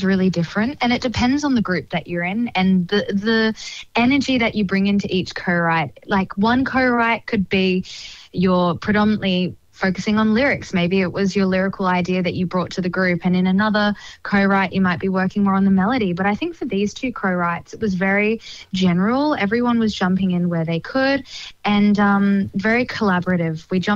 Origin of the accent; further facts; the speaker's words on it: Adelaide, South Australia, Australia; now in Brisbane, Australia; I'm based in Brisbane, so I'm originally from Adelaide, but I'm Brisbane-based now.